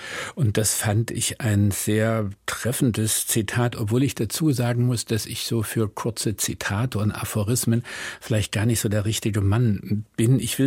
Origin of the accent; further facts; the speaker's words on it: East Germany, Germany; Ich bin ja im Osten groß geworden